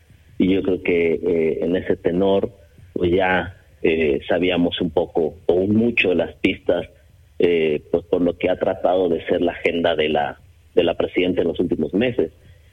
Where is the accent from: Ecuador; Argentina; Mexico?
Mexico